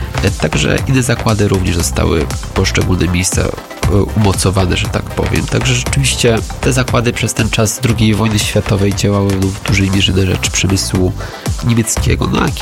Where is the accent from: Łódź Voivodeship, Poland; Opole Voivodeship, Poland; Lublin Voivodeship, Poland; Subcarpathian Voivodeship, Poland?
Subcarpathian Voivodeship, Poland; Rzeszów; tutaj akurat ja jestem z Rzeszowa